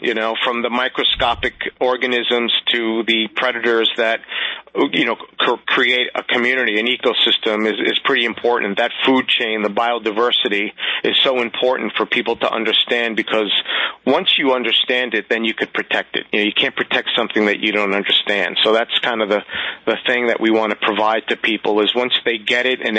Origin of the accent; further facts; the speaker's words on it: Yonkers, New York, United States; I grew up in Yonkers, New York. So we had the American Museum of Natural History. We had the Hudson River Museum. We had the Bronx Zoo.